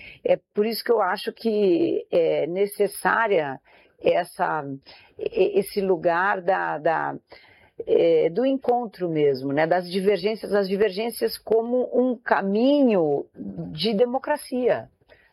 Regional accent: Rosário do Sul, Rio Grande do Sul, Brazil; born there; Eu nasci no Rio Grande do Sul, no Rosário do Sul.

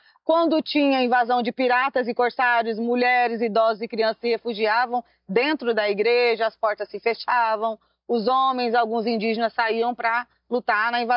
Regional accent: São Sebastião, São Paulo, Brazil; eu sou nascida e criada em São Sebastião

